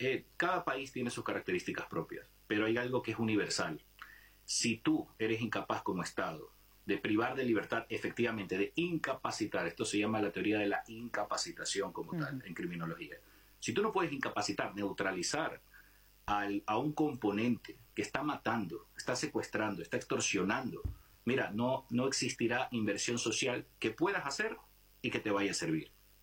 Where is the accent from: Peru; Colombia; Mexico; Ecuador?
Ecuador